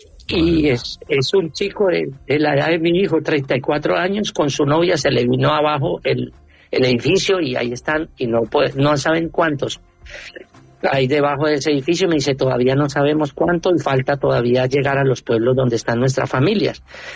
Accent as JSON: {"language": "Spanish", "town": "Tuluá", "region": "Valle del Cauca", "country": "Colombia", "said": "Nosotros somos de Tuluá y la parroquia se llama la parroquia del Carmen, de los franciscanos, San Francisco de Asís."}